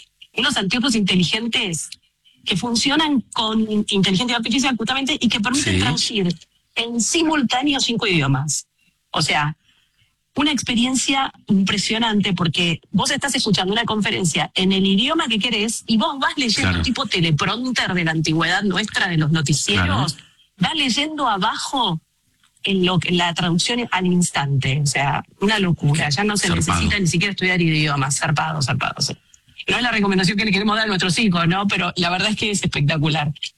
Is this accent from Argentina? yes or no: yes; Argentina; en nuestro país, en países como la Argentina, que cuenta con recursos naturales, culturales, gastronómicos, extraordinarios realmente. Vos decís, hola, soy argentina